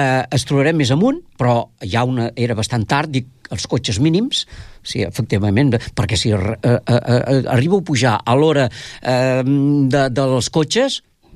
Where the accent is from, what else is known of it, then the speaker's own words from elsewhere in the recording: Tordera, Catalonia, Spain; que vinc de Tordera, que sóc l'únic, home...